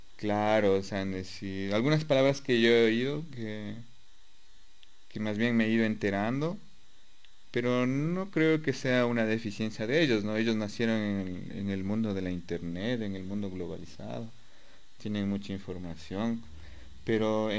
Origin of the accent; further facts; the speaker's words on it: Ecuador; yo mismo en mi situación, en la forma, en mi ecuatorianidad, tengo como mis vocablos mexicanos, porque la televisión mexicana ha existido aquí desde que hubo una televisión.